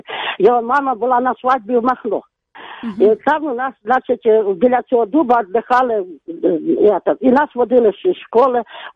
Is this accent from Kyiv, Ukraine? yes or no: no; Zaporizhzhia, Zaporizhzhia Oblast, Ukraine; Так, що я хочу сказати, що я виросла тут у Запоріжжі із 10-ти років.